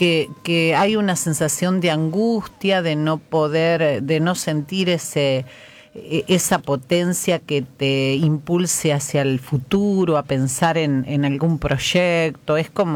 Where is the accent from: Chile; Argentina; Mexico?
Argentina; San José de la Esquina, Santa Fe; also born or lived in Rufino; Bueno, tengo dos, San José de la Esquina y Rufino.